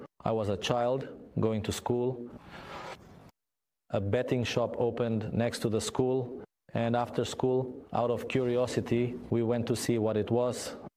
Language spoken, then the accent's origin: English; Zagreb, City of Zagreb, Croatia; moved away as an adult; now in Herzegovina, Bosnia and Herzegovina; for many years, I grew up and lived in Zagreb.